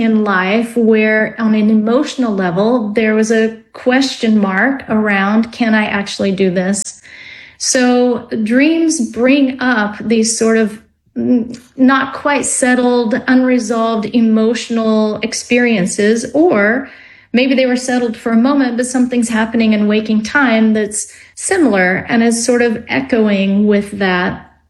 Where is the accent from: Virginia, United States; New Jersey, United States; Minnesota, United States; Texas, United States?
Texas, United States; I grew up in Texas